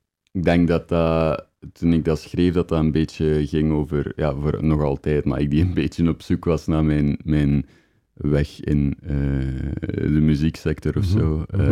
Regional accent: Flanders, Belgium; now in Ghent, Belgium; We zijn van het Waasland en we zijn daar ook heel trots op. Zeker Sint-Niklaas steunt ons heel hard in alles wat we doen. En dat is iets wat we nooit gaan loslaten. Maar ik denk dat het een beetje onvermijdelijk is met dat ik hier in Gent ben gaan wonen.

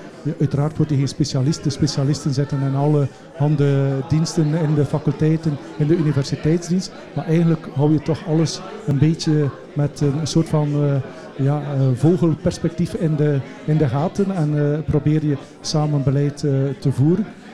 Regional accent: Flanders, Belgium; Ik doe dan bijvoorbeeld als West-Vlaming, zoals je ongetwijfeld al gehoord hebt.

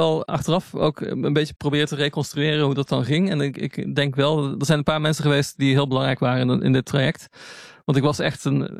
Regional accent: Nijmegen, Gelderland, Netherlands; born there

